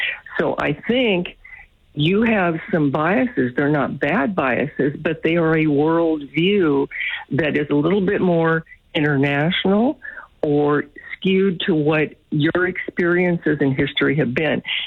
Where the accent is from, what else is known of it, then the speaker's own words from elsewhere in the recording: United States; My thought as an American